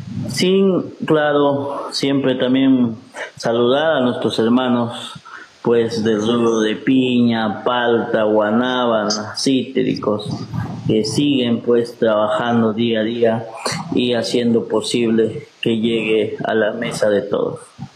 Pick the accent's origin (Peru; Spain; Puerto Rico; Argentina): Peru; Junín; somos de acá, de Selva Central